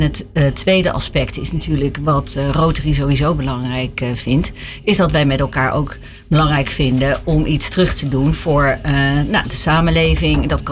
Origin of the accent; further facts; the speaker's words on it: Bosch en Duin, Utrecht, Netherlands; Want ik kom uit Bos en Duin